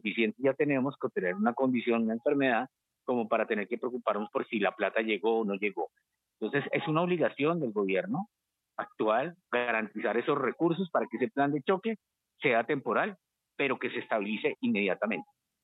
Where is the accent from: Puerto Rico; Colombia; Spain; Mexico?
Colombia; a nosotros como colombianos y como usuarios